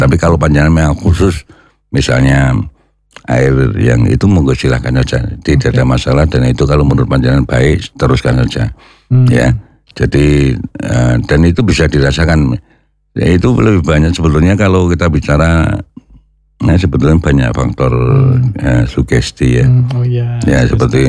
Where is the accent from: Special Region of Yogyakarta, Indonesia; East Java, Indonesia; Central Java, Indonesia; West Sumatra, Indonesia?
Central Java, Indonesia; Purwokerto; daerah saya kan di Mersi ya. Itu banyak sekali mengandung pasir.